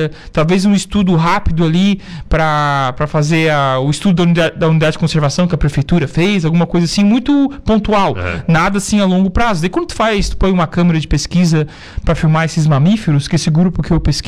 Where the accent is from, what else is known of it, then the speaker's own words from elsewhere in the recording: Criciúma, Santa Catarina, Brazil; born there; Eu sou de Criciúma